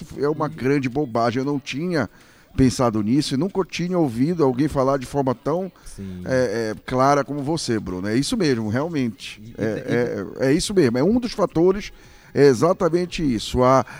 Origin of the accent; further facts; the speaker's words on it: Brazil; o nosso sangue, a nossa hereditariedade, o nosso brilho como brasileiro